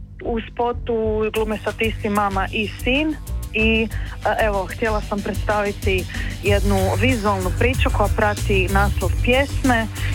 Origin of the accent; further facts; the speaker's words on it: Croatia; kod nas u Hrvatskoj